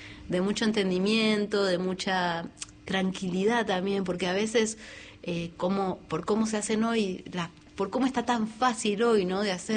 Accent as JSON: {"language": "Spanish", "town": "Trevelin", "region": "Chubut", "country": "Argentina"}